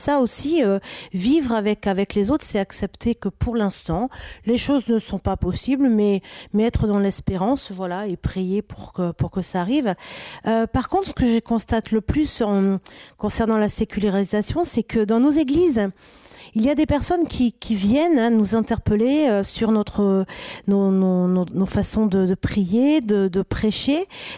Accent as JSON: {"language": "French", "town": "Paris", "region": "Île-de-France", "country": "France", "said": "parce que moi je suis de Paris et je suis un peu dans le côté, la ville."}